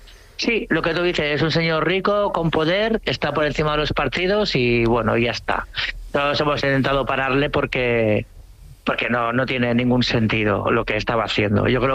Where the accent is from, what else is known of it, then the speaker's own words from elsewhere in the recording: Cambrils, Catalonia, Spain; cuando llego a casa, a mi pueblo, a Cambrils